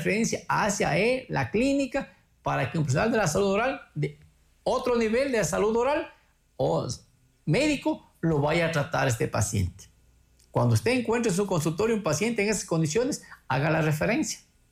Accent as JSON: {"language": "Spanish", "area": "Sigchos", "region": "Cotopaxi", "country": "Ecuador", "tie": "born or raised there", "said": "Antes se quemaba en mi ciudad natal, en la ciudad de Sitges"}